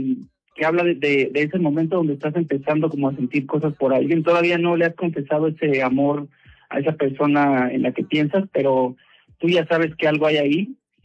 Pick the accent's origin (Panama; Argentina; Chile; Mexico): Mexico; Mexico City; Soy originario de la Ciudad de México, 35 años, Tauro